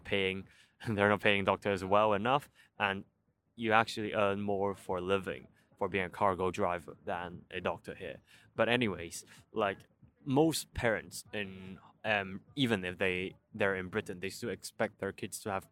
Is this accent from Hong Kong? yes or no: yes; Hong Kong; English is a second language; moved away; And the cultural shock is quite large as well, because as I'm from Hong Kong, the whole way of thinking or our humor or our interests are very different.